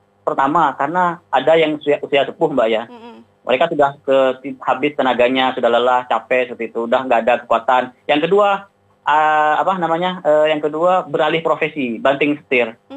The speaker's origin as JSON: {"language": "Indonesian", "area": "Madura", "region": "East Java", "country": "Indonesia", "said": "Di kampung saya itu, di kampung batik Lampar"}